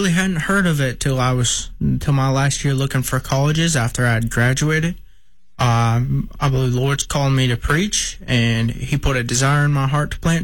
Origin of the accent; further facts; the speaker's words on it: Wakefield, Michigan, United States; I'm actually from Wakefield, Michigan, all the way on the west side of the Upper Peninsula. We call it the UP.